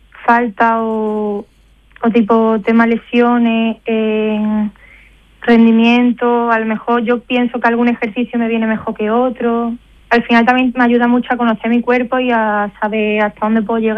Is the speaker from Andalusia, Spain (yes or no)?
yes; Málaga, Andalusia, Spain; moved away as an adult; now in Seville, Spain; yo soy de Málaga, pero llevo ya 5 años viviendo en Sevilla